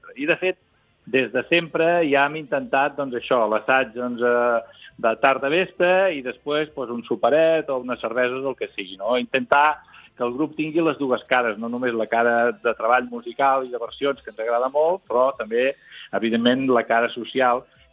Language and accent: Catalan; Valls, Catalonia, Spain; Bé, nosaltres tots quatre som de Valls, a l'Alt Camp